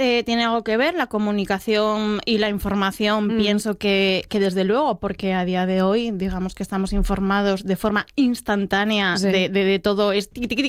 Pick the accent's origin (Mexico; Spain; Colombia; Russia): Spain; Asturias; Al final yo también soy guisandera de Asturias y bueno, lo que hacemos es cocina de Asturias y aparte soy asturiana